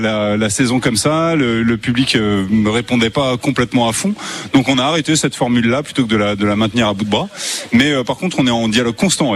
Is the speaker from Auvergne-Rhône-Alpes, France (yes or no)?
yes; Lyon, Auvergne-Rhône-Alpes, France; Et puis, je suis lyonnais d'origine.